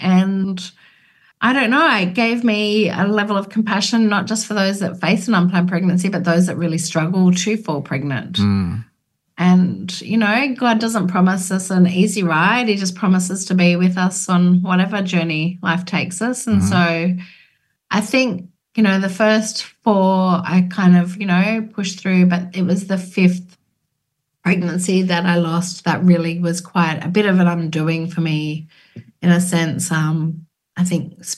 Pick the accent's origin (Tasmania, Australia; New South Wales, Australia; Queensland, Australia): New South Wales, Australia; Sydney; So I was born in Sydney in the Royal Women's Hospital and then raised in kind of the outskirts suburbs of Sydney.